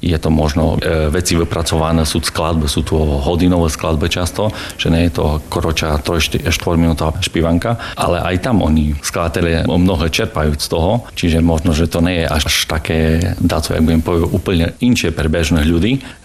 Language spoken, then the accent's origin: Slovak; Stráňany, Prešov Region, Slovakia; now in Košice, Slovakia; Tak ja pochádzam zo Stráňan, z okresu Stará Ľubovňa